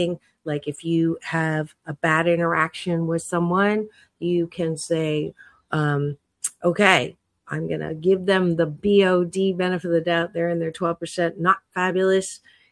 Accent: Kitchener, Ontario, Canada; I was raised in Canada. I was born actually in Kitchener-Waterloo in Ontario, and I did not look like anybody there. It was very homogenous

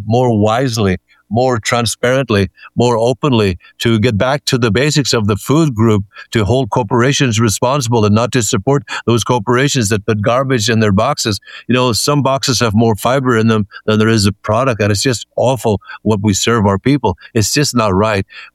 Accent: Ireland; now in United States; because I come from Ireland. We say in Ireland, he's full of blarney, or she's full of blarney

